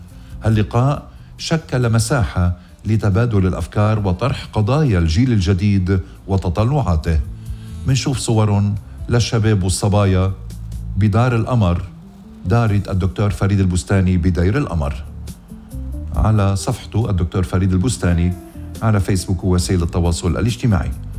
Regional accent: Lebanon; نتيجة الإشياء اللي عم بتصير بوطننا لبنان. أخ يا بلدي لبنان، أخ أخ.

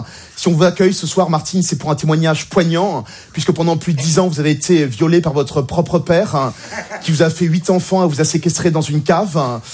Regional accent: La Courneuve, Île-de-France, France; Non, moi, j'ai grandi à la Courneuve, je suis intermittent du spectacle, je fais les heures.

